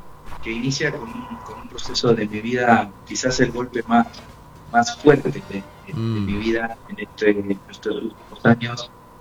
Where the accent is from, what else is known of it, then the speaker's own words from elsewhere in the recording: Argentina; tengo 34 años, soy argentino, soy papá, hijo de pastores misioneros.